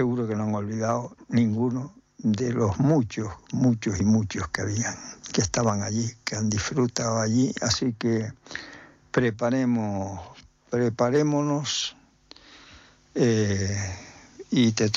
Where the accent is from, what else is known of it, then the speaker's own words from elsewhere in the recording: Guatiza, Canary Islands, Spain; born there; en la parte alta de Guatiza, donde está la casa donde yo nací, y está todavía.